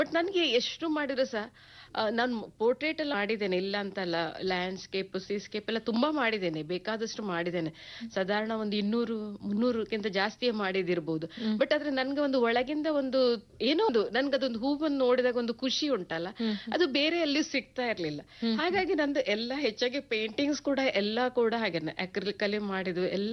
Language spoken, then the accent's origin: Kannada; Saligrama, Karnataka, India; moved away as an adult; also born or lived in Sagar / Udupi / Mangaluru / Sharjah, UAE; ನಾನು ಆಕ್ಚುಲಿ ಹುಟ್ಟಿ ಬೆಳೆದಿದ್ದು ಎಲ್ಲ ಅಲಿಗ್ರಾಮ, ಕೋಟ, ಉಡುಪಿ ಜಿಲ್ಲೆ ಬರ್ತದೆ. ನಂತರ ನನ್ನ ತಂದೆಗೆ ವರ್ಗಾವಣೆ, ಅವರು ಆರೋಗ್ಯ ಇಲಾಖೆಯಲ್ಲಿ ಇದ್ರು, ಹಾಗಾಗಿ ಸಾಲಿಗ್ರಾಮ, ಸಾಗರ ಮತ್ತೆ ಉಡುಪಿ, ಮಂಗಳೂರಲ್ಲಿ ಎಲ್ಲ ಆಯ್ತು.